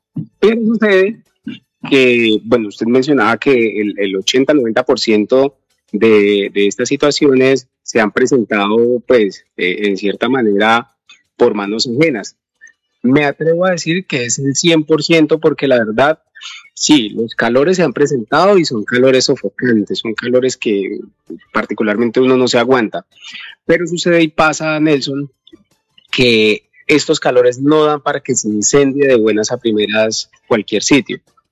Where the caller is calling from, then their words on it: Planadas, Tolima, Colombia